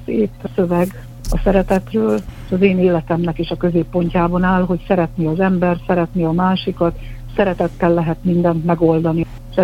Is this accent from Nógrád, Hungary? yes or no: yes; Szalmatercs, Nógrád, Hungary; also born or lived in Körmend; én is ott születtem Körmenden, majd átköltöztünk egy Nógrád megyei faluba, édesapám volt a falu előjárója.